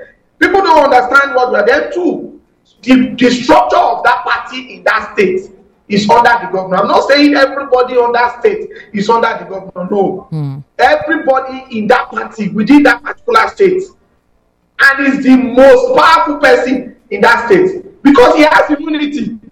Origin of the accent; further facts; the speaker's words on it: Nigeria; I will speak naturally as Nigerian.